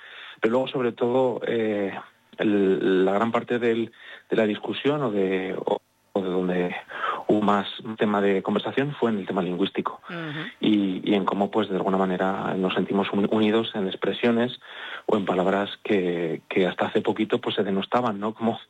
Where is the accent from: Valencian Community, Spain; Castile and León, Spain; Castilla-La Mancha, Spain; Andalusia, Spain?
Castile and León, Spain; Ciudad Rodrigo; siendo de Ciudad Rodrigo, siendo salmantinos, siendo del Rebollar.